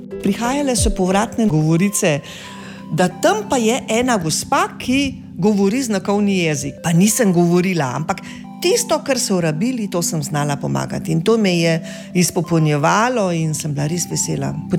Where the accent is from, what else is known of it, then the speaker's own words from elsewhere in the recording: Kranj, Upper Carniola, Slovenia; jaz sem tudi Kranjčanka